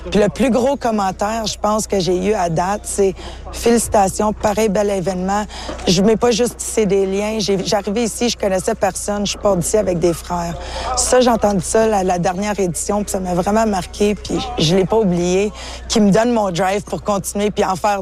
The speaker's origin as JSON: {"language": "French", "town": "Moonbeam", "region": "Ontario", "country": "Canada", "also_born_or_lived": "Kapuskasing", "said": "moi, je viens de Moonbeam originalement, de Kapuskasing et de Moonbeam."}